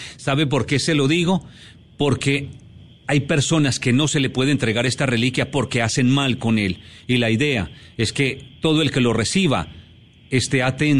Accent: Colombia; now in Panama; Yo soy orgullosamente colombiano, pero mi deber, mi misión está aquí en Panamá

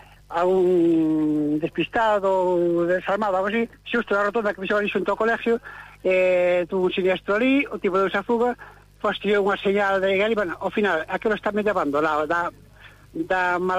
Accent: Ferrol, Galicia, Spain; Y yo soy camionero de Ferrol

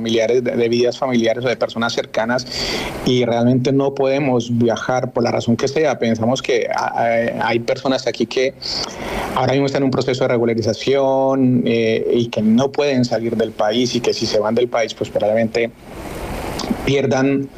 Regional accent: Colombia; now in Murcia, Spain; Somos muchos colombianos residentes en la región de Murcia

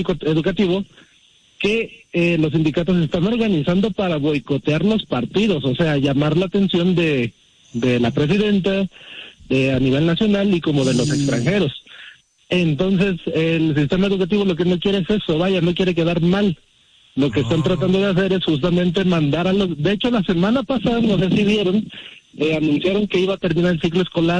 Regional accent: United States; No, porque bueno, yo crecí en Estados Unidos y recuerdo que el mundial lo veíamos

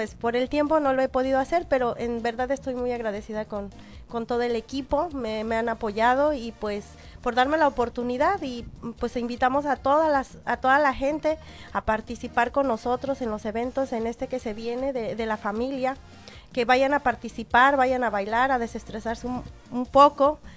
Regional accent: State of Mexico, Mexico; porque yo soy del Estado de México. No soy del estado de Puebla

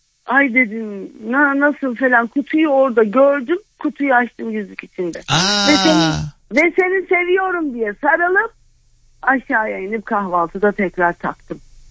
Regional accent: Ankara, Turkey; Ankaralıyım. Annem Ankaralı. Babam Yunanistan'dan geldi.

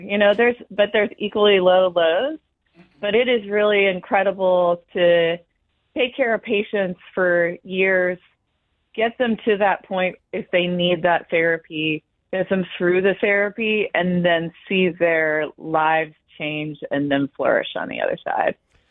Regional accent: Maryland, United States; I'm from Maryland.

